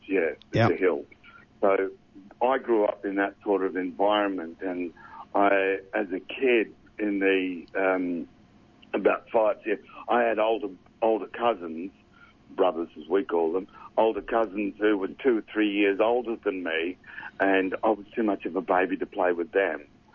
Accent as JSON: {"language": "English", "country": "Australia", "said": "I'm from Australia. I didn't have Afro hair"}